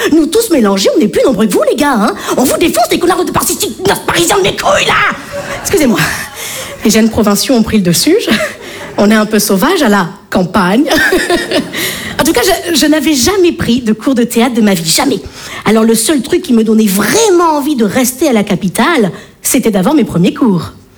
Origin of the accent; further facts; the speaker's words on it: Bordeaux, Nouvelle-Aquitaine, France; Alors, je me présente … je viens de Bordeaux.